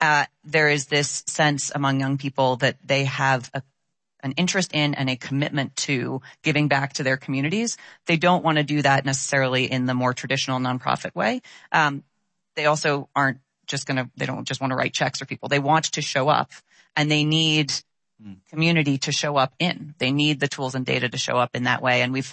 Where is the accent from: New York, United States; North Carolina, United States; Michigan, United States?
New York, United States; I'm born and raised in New York.